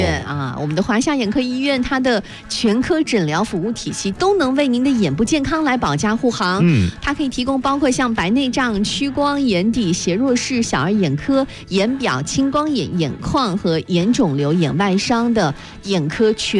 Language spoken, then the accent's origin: Chinese; Yichang, Hubei, China; 我觉得咱们宜昌方言这个没得改真的是太适合做到表情包里面去了